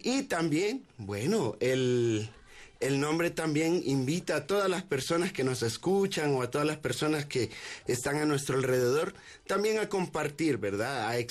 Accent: Honduras; born there; Yo en Honduras.

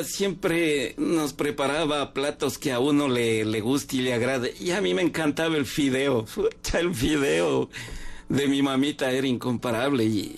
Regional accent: Ibarra, Imbabura, Ecuador; now in Quito, Ecuador; la tierra donde uno nació es imposible olvidarle. O sea, si yo pudiera en estas alturas de la vida retornar a mi tierra natal, lo haría de mil amores, Ibarra.

